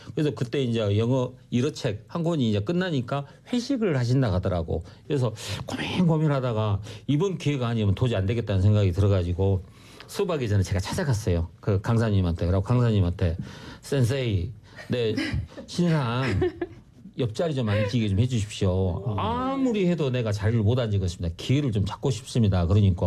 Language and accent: Korean; South Korea; 그래서 제가 별명이